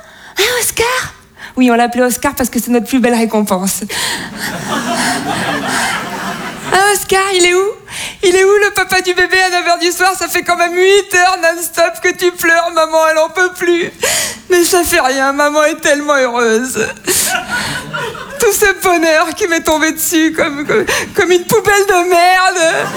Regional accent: Toulon, Provence-Alpes-Côte d'Azur, France; born there; now in Paris, France; Je suis née en 1996 à Toulon.

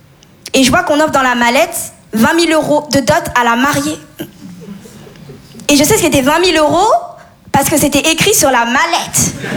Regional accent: Comoros; D'ailleurs, moi, comme je vous dis, je viens des Comores.

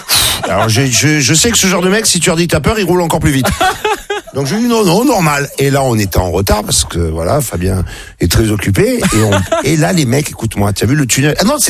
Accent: Marseille, Provence-Alpes-Côte d'Azur, France; Et moi autant je suis Marseillais, j'ai roulé sans assurance, sans casque jusqu'à l'âge de 20 ans.

